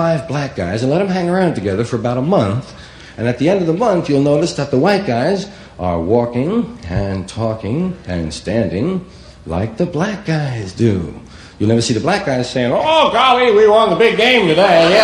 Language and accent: English; New York, United States; side, Harlem. And we'd call our little neighborhood White Harlem, because it sounded bad, you know? Where are you from? White Harlem. Hey. Sound tough, sound down. The real name was Morningside Heights.